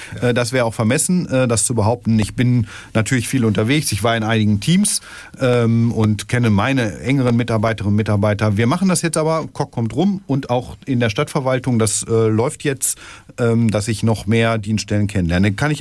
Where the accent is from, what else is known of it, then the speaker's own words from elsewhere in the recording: Stolzenau, Lower Saxony, Germany; also born or lived in Hanover / Petershagen; now in Minden, Germany; In Hannover habe ich tatsächlich nie gelebt, aufgewachsen. Bin ich in Stolzenau. Ich sage immer, ich bin Dorfkind. Also ich bin wirklich in diesem ländlichen Raum zwischen Stolzenau, Petershagen und dann Minden aufgewachsen. Ich bin wirklich ein Dorfkind und Weserjunge.